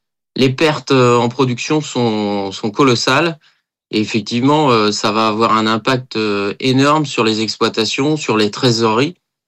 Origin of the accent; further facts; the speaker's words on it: Nantes, Pays de la Loire, France; je suis nantais, maraîcher nantais.